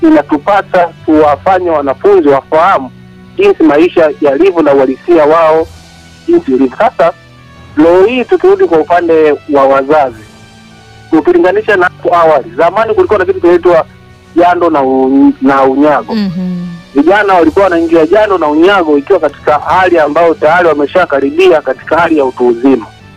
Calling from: Kilosa, Morogoro, Tanzania; Nafanya vema sana kutoka pande za Magu Bike, Kilosa, Morogoro, Tanzania.

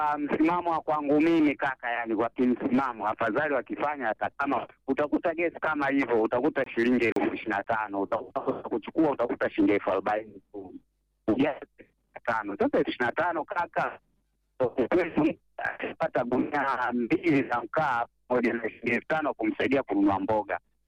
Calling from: Kisaki, Morogoro, Tanzania; Kisaki Morogoro kukasa vijijini huku Milengwelengwe.

